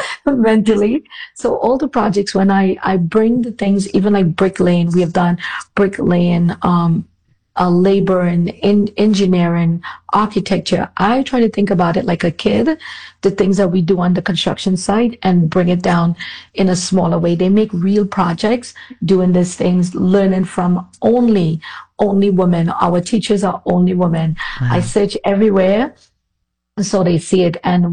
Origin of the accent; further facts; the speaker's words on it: Trinidad & Tobago; now in New York City, United States; growing up in Trinidad and Tobago